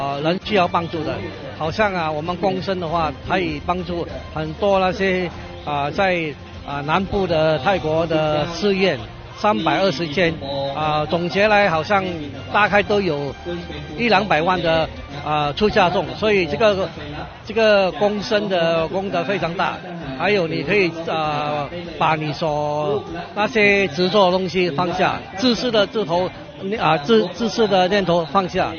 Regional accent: Singapore; 我是从新加坡来的。

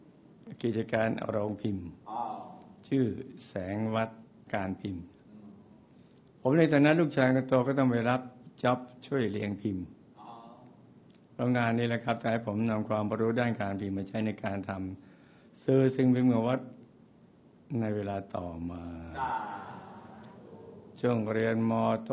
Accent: Nakhon Si Thammarat, Thailand; born there; ผมเกิดที่จังหวัดนครศรีธรรมราช

